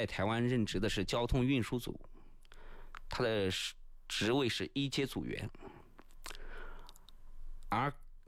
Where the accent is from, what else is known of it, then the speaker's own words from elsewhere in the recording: Lu'an, Anhui, China; 他就是我们安徽六安人，